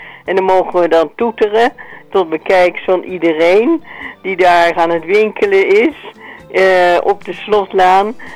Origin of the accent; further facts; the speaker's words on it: Gelderland, Netherlands; Ik kom een beetje uit de Achterhoek.